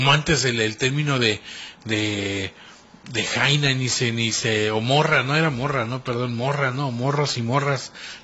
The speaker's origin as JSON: {"language": "Spanish", "country": "Mexico", "said": "todos somos mexicanos y qué bueno que hay esa diversidad."}